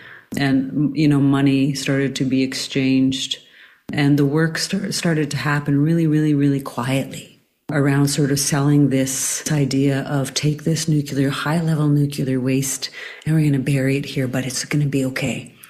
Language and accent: English; Ontario, Canada; I am from a small community called Eagle Lake First Nation, or Migizisagigun. It's a First Nation community in Treaty 3 territory in Northern Ontario.